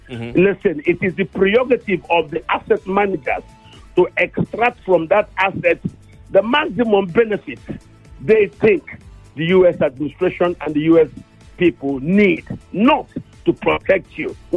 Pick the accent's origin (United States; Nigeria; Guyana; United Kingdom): Nigeria; I am a Nigerian.